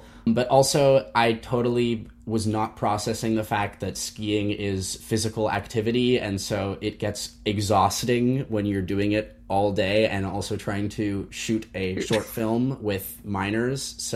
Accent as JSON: {"language": "English", "town": "Vancouver", "region": "British Columbia", "country": "Canada", "tie": "born or raised there", "also_born_or_lived": "Toronto", "moved": "as an adult", "said": "Yeah, so I grew up in Vancouver, went to Toronto for film school at Toronto Metropolitan University"}